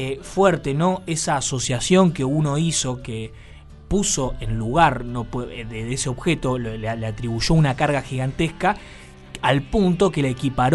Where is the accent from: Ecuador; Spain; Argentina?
Argentina; como somos los argentinos